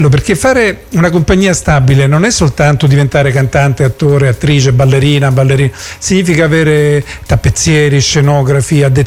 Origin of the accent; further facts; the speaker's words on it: Reggio Calabria, Calabria, Italy; moved away; da reggino che vive fuori